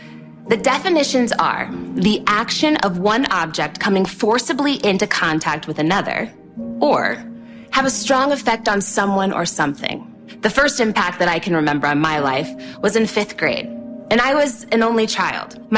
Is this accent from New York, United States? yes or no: no; Texas, United States; I grew up in Texas, I'm half Nigerian, I hardly handle the cold at all.